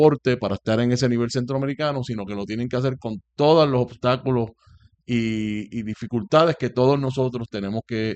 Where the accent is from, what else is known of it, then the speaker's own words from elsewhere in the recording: Vega Baja, Puerto Rico; de Vega Baja, de mi pueblo.